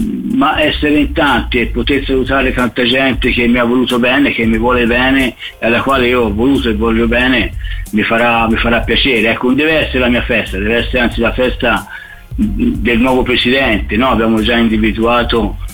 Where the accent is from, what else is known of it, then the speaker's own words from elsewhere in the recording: Pisa, Tuscany, Italy; essendo pisano